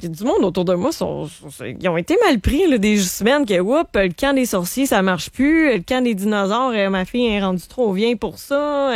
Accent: Quebec, Canada; Mais c'est effectivement Charlevoix, mon patelin, une des destinations principales des vacanciers qui vont rester au Québec.

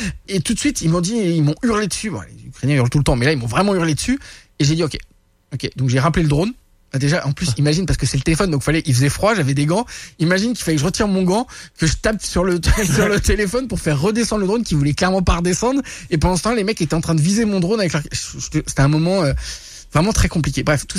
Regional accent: France; now in Canada; parce que je suis français et qu'il y a eu les forces françaises qui ont été engagées, de deux, parce que je suis canadien de cœur maintenant

